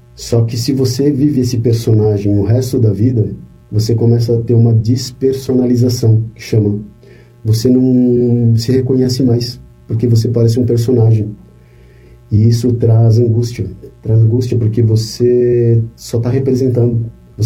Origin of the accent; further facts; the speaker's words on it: São Paulo, Brazil; Eu sou paulistano, nasci na capital, vivi minha vida inteira na capital e sempre fui uma criança muito intensa.